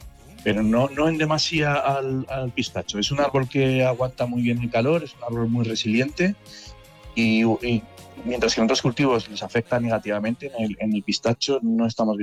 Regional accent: Spain

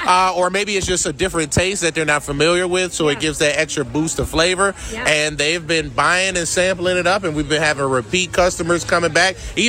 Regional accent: Bedford, Ohio, United States; Yeah, we're out of Bedford, Ohio, near Cleveland, Ohio.

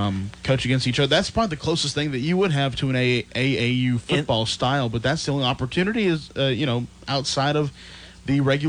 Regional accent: Henderson, North Carolina, United States; But I'm kind of I'm at least from Henderson, North Carolina. It takes about 3 hours flat to get from here to Charlottesville, Virginia.

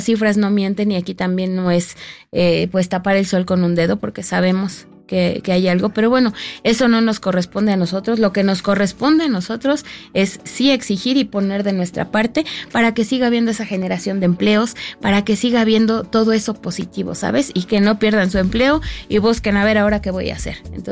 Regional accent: Huitzilac, Morelos, Mexico; mi pueblo maravilloso también, que es Huitzilac

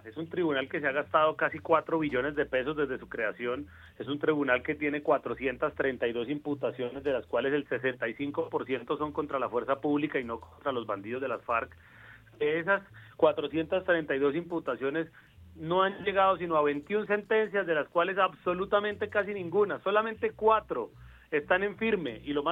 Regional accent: Colombia; me siento indignado y ofendido, no como congresista, como colombiano

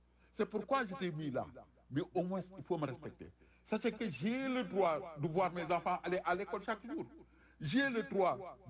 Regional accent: Senegal; En tant que Sénégalais

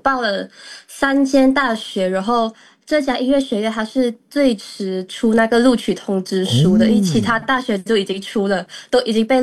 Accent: Malaysia; moved away; 我一开始到大学的时候第一个问题就是咬字、嗯、我们马来西亚人咬字就比较靠前，你看我们说话比较靠前

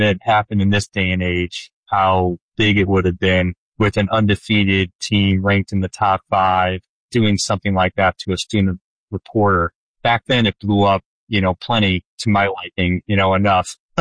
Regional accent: Chicago, Illinois, United States; moved away as an adult; I grew up in the Chicago area

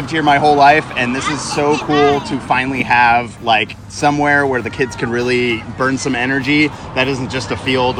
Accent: Mount Hermon, California, United States; now in Boulder Creek, United States; I'm in Boulder Creek, but I grew up in Mount Hermon, so right up the street.

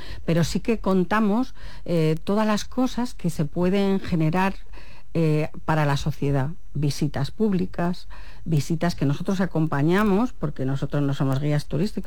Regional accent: Cojeces del Monte, Castile and León, Spain; nosotros, los habitantes de Cojeces y gente de la comarca

